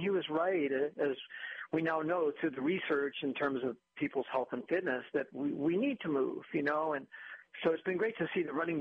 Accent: Hartford, Connecticut, United States; born there; I was born in Hartford, Connecticut.

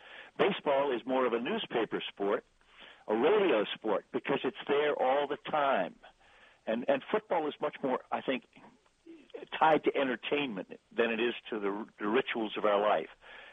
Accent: Baltimore, Maryland, United States; I grew up in Baltimore.

